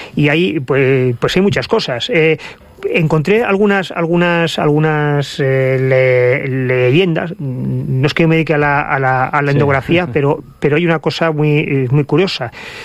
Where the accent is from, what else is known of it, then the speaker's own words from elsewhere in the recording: Asturias, Spain; En el noroeste es bastante importante, y ya sabes que yo soy asturiano